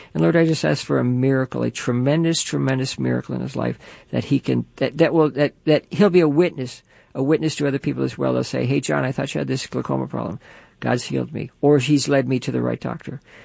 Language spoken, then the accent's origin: English; Levittown, New York, United States; now in San Francisco, United States; Perfect. I grew up in Levittown for a while, so.